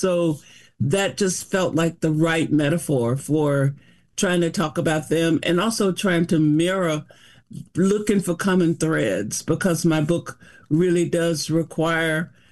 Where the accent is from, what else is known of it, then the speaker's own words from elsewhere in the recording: El Dorado, Arkansas, United States; moved away as an adult; also born or lived in California; I was born in El Dorado, Arkansas. I lived in Arkansas until I was 18. Left there, went to California to college, vowing never to come back to the South again.